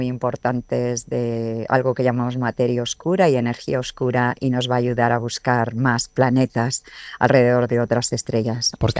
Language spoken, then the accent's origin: Spanish; Galicia, Spain; La productora que lo está haciendo son gallegos. Yo soy de Galicia.